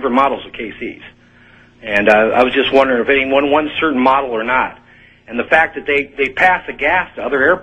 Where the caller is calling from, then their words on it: California, United States; Hi, this is … from California.